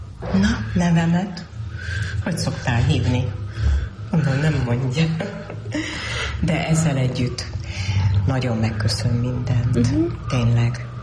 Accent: Hungary; Mi magyarok vagyunk, Pali, és Magyarországon élünk, tudod? Hát most ez volt a kérdés, hogy milyen országban élünk, Magyarországon.

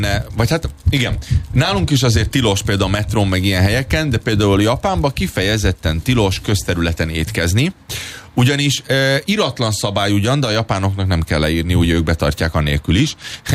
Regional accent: Hungary; én magyar vagyok, mondom, én vagyok a konferencié.

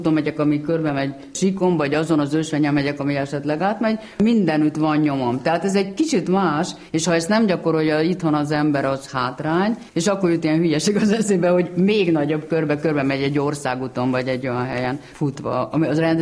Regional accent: Hungary; vagyok, igen, és magyar, és kicsit svédül, igen.

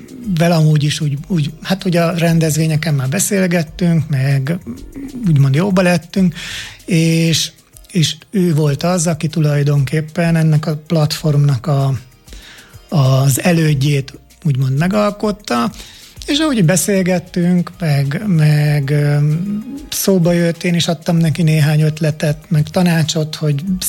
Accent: Hungary; akkor, meg még most is egyetlen magyarként.

